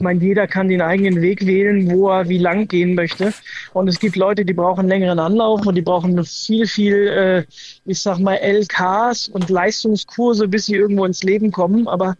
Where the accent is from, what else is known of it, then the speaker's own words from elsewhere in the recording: Hamburg, Germany; Und Hamburg ist einfach meine Heimat.